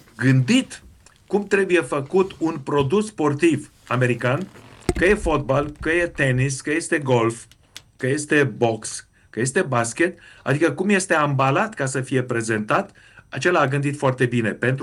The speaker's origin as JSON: {"language": "Romanian", "country": "Romania"}